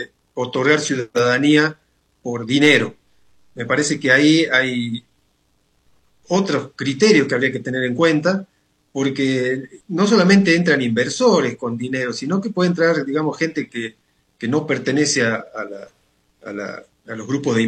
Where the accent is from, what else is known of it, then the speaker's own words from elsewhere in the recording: Argentina; incluso desde el punto de vista personal, ¿no? como ciudadano argentino.